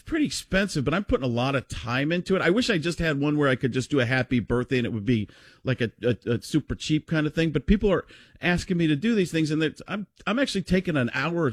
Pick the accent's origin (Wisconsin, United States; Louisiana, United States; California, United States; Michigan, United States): Wisconsin, United States; Waukesha; where I grew up in Waukesha